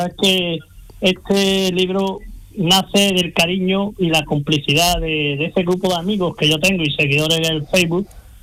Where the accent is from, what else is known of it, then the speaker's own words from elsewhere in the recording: Constantina, Andalusia, Spain; moved away as an adult; also born or lived in Seville; now in Huelva, Spain; yo soy de Constantina